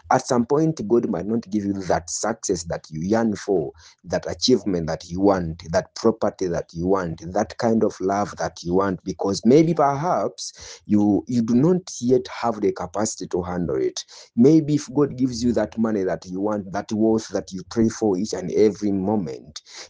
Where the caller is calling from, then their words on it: Nakawa, Central Region, Uganda